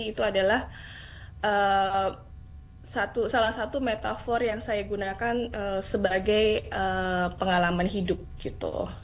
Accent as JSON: {"language": "Indonesian", "country": "Indonesia", "moved": "yes", "lives_now": "Sweden", "said": "Terus mereka nanya, kamu dari mana? Indonesia, gitu."}